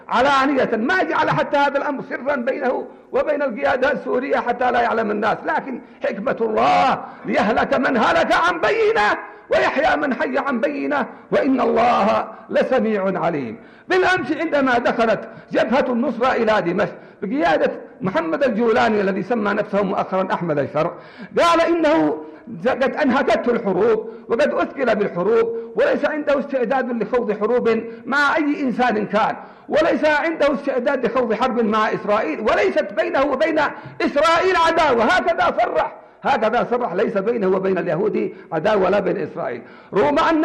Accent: Yemen

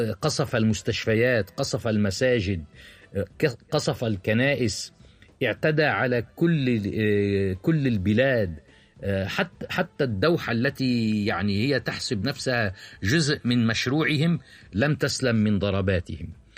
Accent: Lebanon; عندنا في لبنان

